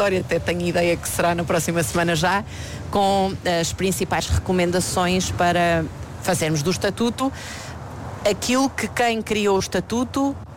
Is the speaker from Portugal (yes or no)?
yes; Marinha Grande, Centro, Portugal; na minha terra, na Marinha Grande